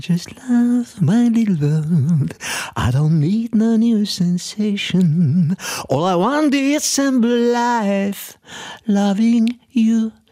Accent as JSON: {"language": "German", "country": "Austria", "tie": "born there", "said": "Eltern, das waren ganz, meine Mutter war Wienerin, mein Vater war an der bayerischen Grenze. Und ich sage immer nur, ich bin nur in Österreich geboren. Und das ist, weil ich bin ein Kind dieser Welt."}